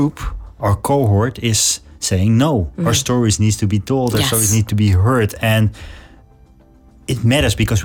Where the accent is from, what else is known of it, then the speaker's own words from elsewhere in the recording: Zaandam, North Holland, Netherlands; we grew up in the Netherlands